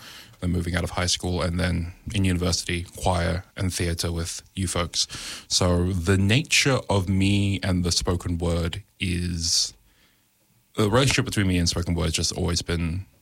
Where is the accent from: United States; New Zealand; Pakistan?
New Zealand; first language Māori; English is a second language; me being Māori and raised as I was.